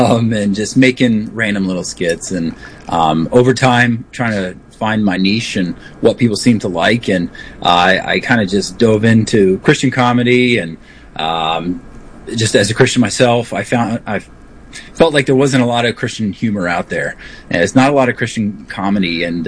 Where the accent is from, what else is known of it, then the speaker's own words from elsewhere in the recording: Tampa, Florida, United States; now in Philadelphia, United States; And I was raised in a Baptist church, and I'm from Tampa, Florida originally, moved up to Philadelphia for work.